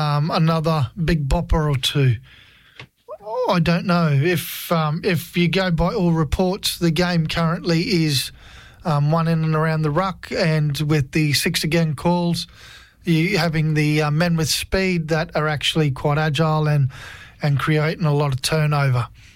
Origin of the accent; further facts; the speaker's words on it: Queensland, Australia; I'm a Queenslander and I support Queensland.